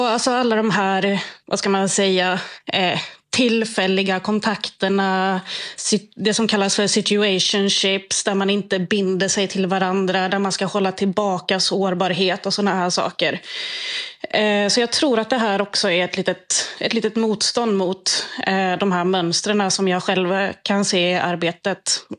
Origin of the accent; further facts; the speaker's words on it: Krokom, Jämtland County, Sweden; Ja, precis. Det här är jätteroligt att få prata om det här just i P4 Jämtland.